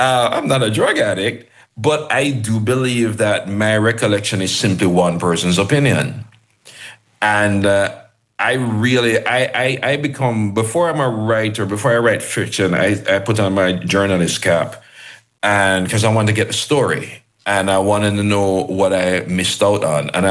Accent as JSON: {"language": "English", "country": "Jamaica"}